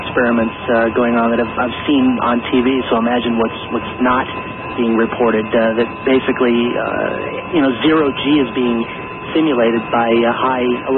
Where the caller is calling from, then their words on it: Burbank, California, United States; I'm calling from Burbank